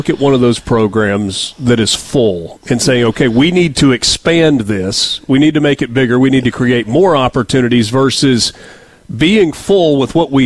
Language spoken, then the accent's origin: English; Oxford, Mississippi, United States; when I went to Ole Miss, I grew up in Oxford, and the summer before I started at Ole Miss